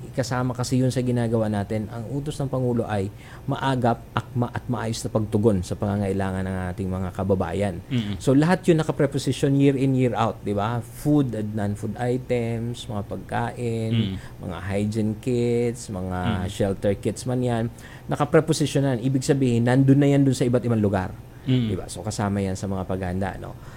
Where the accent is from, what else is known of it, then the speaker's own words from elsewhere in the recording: Masbate, Bicol Region, Philippines; Pareho pala tayong Bicolano.